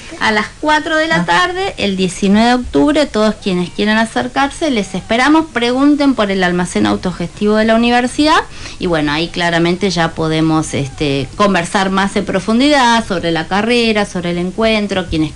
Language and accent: Spanish; Mendoza, Argentina